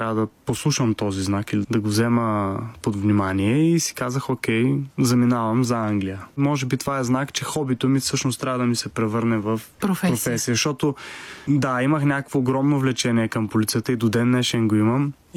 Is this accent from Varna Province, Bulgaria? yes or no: no; Targovishte, Targovishte Province, Bulgaria; И аз съм от Търговище, малко градче, растейки